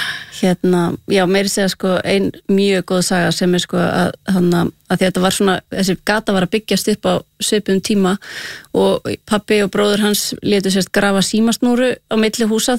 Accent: Mosfellsbær, Capital Region, Iceland; við ólst upp í Mosfellsveit af því að það var ekki fyrir 87 sem þetta varða bæ

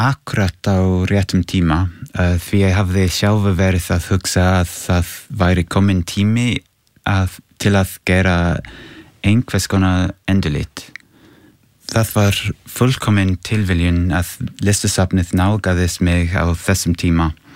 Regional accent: England, United Kingdom; moved away as an adult; now in Iceland; Ég ólst upp á Englandi en ég hef búið á Íslandi síðustu tíu ár.

